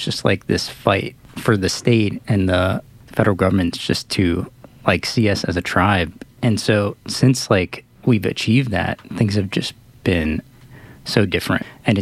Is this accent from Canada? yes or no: no; Virginia, United States; Like, I grew up just around the James River, so I would be like forced to go with family and friends to that river.